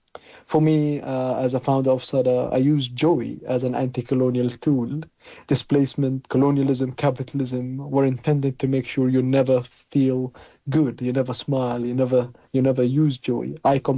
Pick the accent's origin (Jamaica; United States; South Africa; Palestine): Palestine; When I tell people I'm from Palestine, often I'm met with things like, I am sorry that this is happening in your country, this is heartbreaking